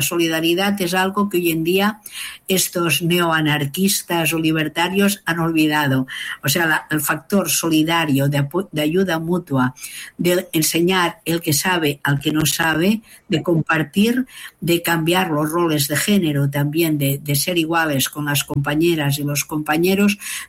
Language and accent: Spanish; Catalonia, Spain; en Cataluña, la zona de donde yo soy originaria